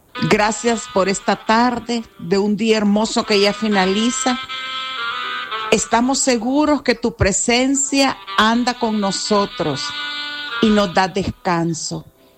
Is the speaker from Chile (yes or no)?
no; El Salvador; Gracias por mi tierra bendita, El Salvador.